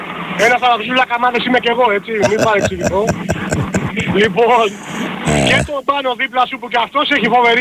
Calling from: Petroupoli, Attica, Greece; από Πετρούπολη Πετράλωνα.

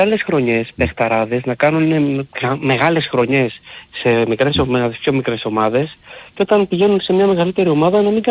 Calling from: Corinth, Peloponnese, Greece; από την Κόρινθο

